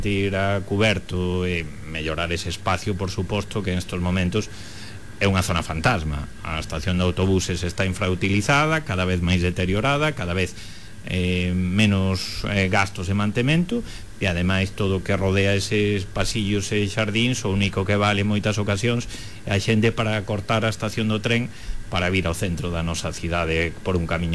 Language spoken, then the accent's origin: Galician; Vilagarcía de Arousa, Galicia, Spain; eu sen que son de Vila García, defendo os intereses de Vila García.